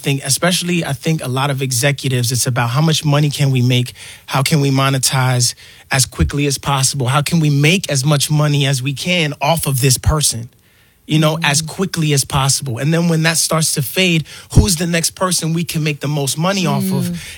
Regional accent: New York, United States; And I'm from New York, so like I grew up listening to all of these artists, but they were all singing in Spanish.

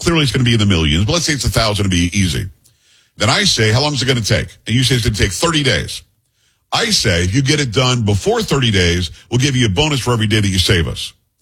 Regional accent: Florida, United States; born there; also born or lived in New York; now in Texas, United States; growing up in South Florida and also parts of New York

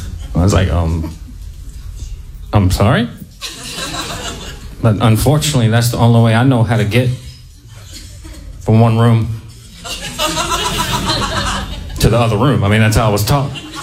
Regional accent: Oklahoma, United States; I grew up in Oklahoma. I love big people.

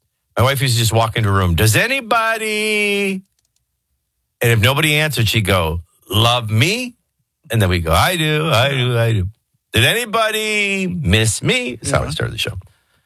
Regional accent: New Orleans, Louisiana, United States; This seafood bar at the Breakers was unbelievable, and I'm from New Orleans.

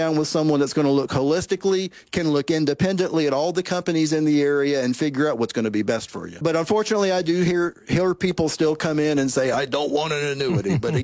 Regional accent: Tennessee, United States; here in my home state of Tennessee

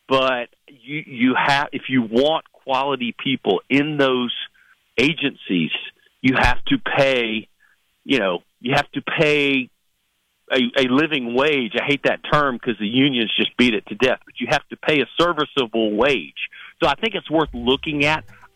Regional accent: Tallahassee, Florida, United States; I'm from Tallahassee.

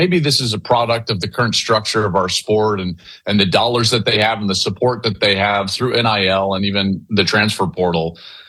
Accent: Denver, Colorado, United States; I'm from Denver. We can root for the Broncos.

